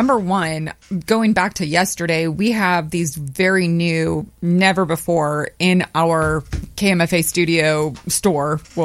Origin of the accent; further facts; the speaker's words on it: Midwest, United States; now in Austin, United States; I'm a Midwesterner. It gets cold up there.